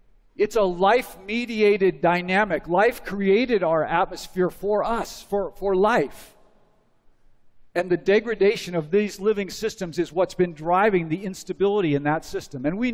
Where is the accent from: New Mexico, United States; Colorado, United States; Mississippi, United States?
Colorado, United States; Boulder; I come from Boulder, Colorado, a community that has a unique relationship to climate change.